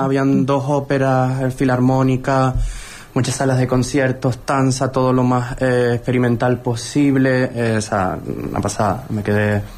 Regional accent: Lanzarote, Canary Islands, Spain; moved away; also born or lived in Berlin, Germany; yo soy de aquí de Lanzarote y bueno, llevo ya por aquí de vuelta 4 años y medio porque estuve unos 14 años y pico en Alemania, principalmente en Berlín

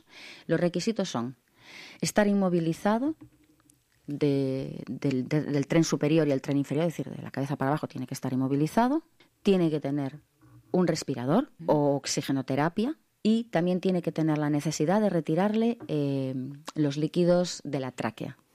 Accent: Spain; Yo creo que en España tenemos un lenguaje muy amplio que no utilizamos todos al 100%.

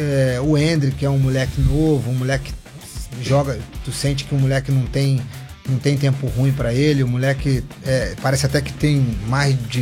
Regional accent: Brazil; eu sou brasileiro

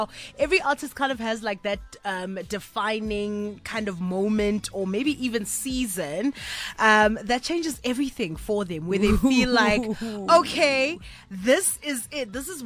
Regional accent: Kimberley, Northern Cape, South Africa; you are a Kimberley girl like I am.

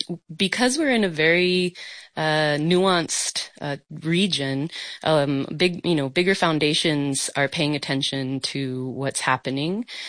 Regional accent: El Paso, Texas, United States; I grew up in El Paso, and that's not the reality of the lives that live there.

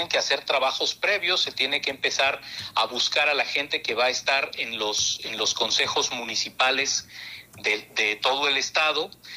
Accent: Mexico; y al igual que todos los mexicanos, estoy muy ilusionado de que podamos tener un mundial histórico.

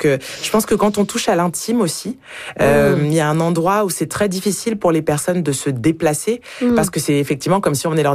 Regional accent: France; born there; moi je suis née sous X en France

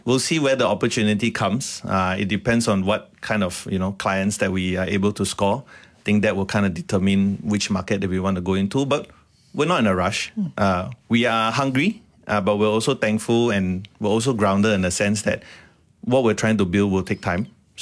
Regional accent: Malaysia; I mean, our home base is in Malaysia. We're both Malaysian. Three of us are Malaysian.

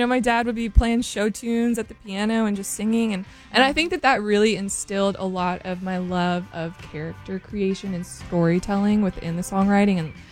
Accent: Nashville, Tennessee, United States; Yeah, so I am born and raised in Nashville. I'm a Nashville native, but my dad is from Boston. My mom's from California.

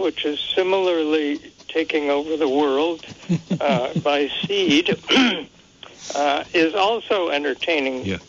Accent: Enosburg Falls, Vermont, United States; I'm from Enosburg Falls

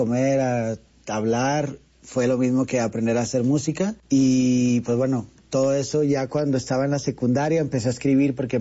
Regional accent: Monterrey, Nuevo León, Mexico; now in Mexico City, Mexico; Yo creo que la primera vez que salí de Monterrey para para acá a la ciudad, mi depa estaba vacío, no tenía ni un mueble

